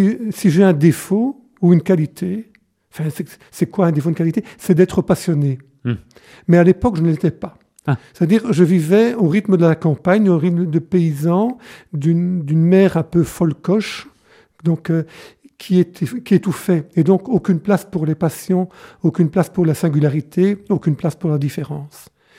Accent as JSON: {"language": "French", "town": "Pottes", "region": "Wallonia", "country": "Belgium", "tie": "born or raised there", "said": "Alors, j'ai grandi où je suis né plutôt à Pothes. Donc, c'est une petite ville à quelques kilomètres de Tournai, dans le Tournaisis, donc. Et mes parents étaient fermiers, paysans, comme on dit. Et donc, je suis né en 1952"}